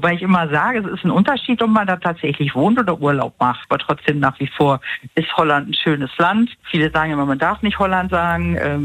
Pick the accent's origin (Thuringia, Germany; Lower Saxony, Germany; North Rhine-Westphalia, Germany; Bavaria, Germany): North Rhine-Westphalia, Germany; Sonsbeck; moved away as an adult; now in Netherlands; aus Sonsbeck tatsächlich.